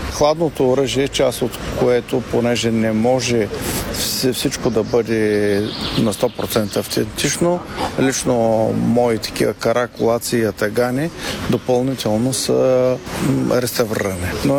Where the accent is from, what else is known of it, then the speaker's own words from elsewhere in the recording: Shumen, Shumen Province, Bulgaria; И като шуменци сме длъжни да отдадем почет на Панайот Волов.